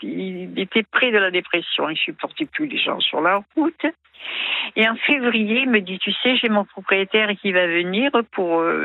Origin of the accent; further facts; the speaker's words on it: Toulon, Provence-Alpes-Côte d'Azur, France; born there; now in Six-Fours-les-Plages, France; moi je suis née ici, à Toulon, alors je voudrais rester ici.